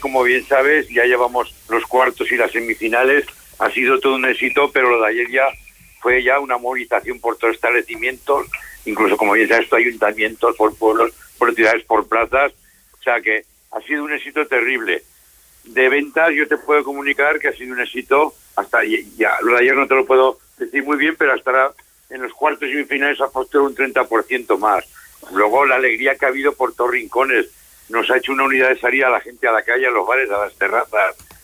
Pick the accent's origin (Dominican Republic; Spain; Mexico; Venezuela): Spain; Los españoles estamos súper alegres.